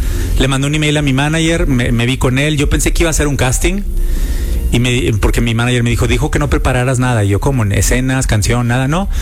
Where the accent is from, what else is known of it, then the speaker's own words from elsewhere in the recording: Monterrey, Nuevo León, Mexico; moved away; amo mi tierra